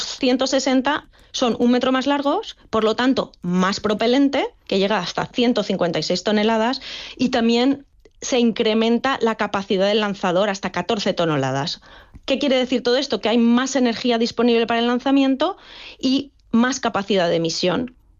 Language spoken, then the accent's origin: Spanish; Valencian Community, Spain; yo soy valenciana